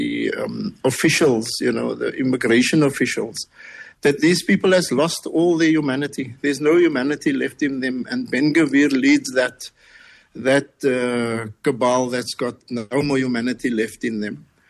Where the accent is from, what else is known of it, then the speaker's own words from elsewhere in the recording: South Africa; the fact that I was from South Africa